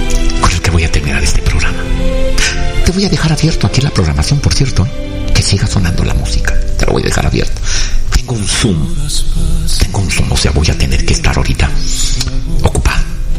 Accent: Valle Hermoso, Tamaulipas, Mexico; born there; moved away; allá en Valle Hermoso. Y hemos estado entrelazados juntos, mi pueblo querido que me dio nacer.

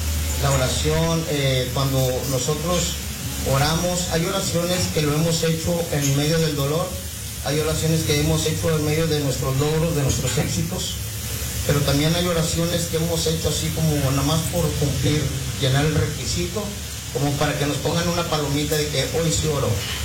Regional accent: Yucatán, Mexico; porque estábamos hablando como yucatecos ahí, bueno, más yo, el pastor.

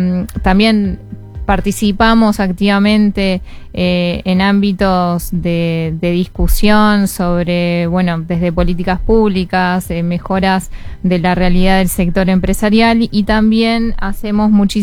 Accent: Montevideo, Uruguay; moved away as an adult; now in Maldonado, Uruguay; soy de Montevideo y me vine a Maldonado hace 11 años

